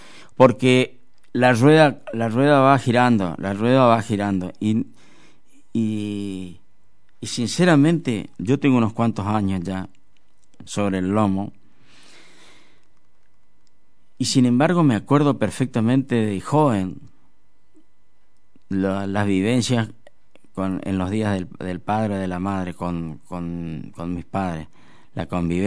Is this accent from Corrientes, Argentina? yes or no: yes; Curuzú Cuatiá, Corrientes, Argentina; Yo tuve la suerte que nunca me fui de Curuzú. Me fui solamente por el tema de la guerra de Malvinas, que fueron no sé exactamente cuánto tiempo, un mes creo que fue. Y nada más, no me ausenté de Curuzú